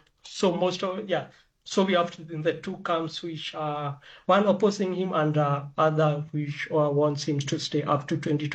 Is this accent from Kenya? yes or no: yes; Kenya